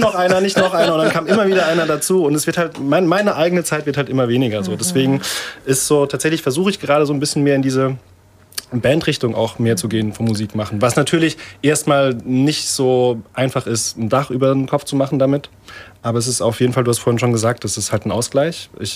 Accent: Germany; anscheinend ist mein Akzent wohl okay dafür, dass ich eine Kartoffel bin.

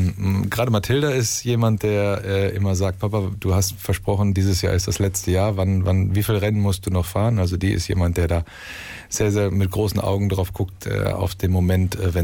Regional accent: Porta Westfalica, North Rhine-Westphalia, Germany; ich bin gebürtig aus Porta Westfalica Felder

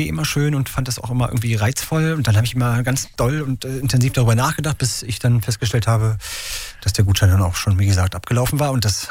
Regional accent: Ueckermünde, Mecklenburg-Vorpommern, Germany; born there; Ist meine Geburtsstadt.

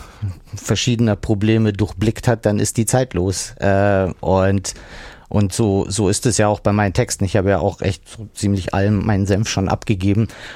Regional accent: Munich, Bavaria, Germany; das ist halt die Stadt, aus der wir kommen, in der wir geboren sind, in der wir groß geworden sind, in der wir leben. Insofern haben wir nicht den Blick von außen auf München, sondern eben von innen.

